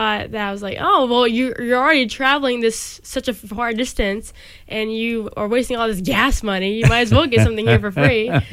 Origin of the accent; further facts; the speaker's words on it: United States; I'm from Wood County.